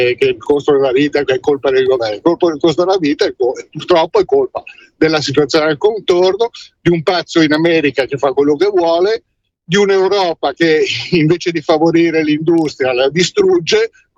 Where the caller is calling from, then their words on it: Milan, Lombardy, Italy; sono sempre io da Milano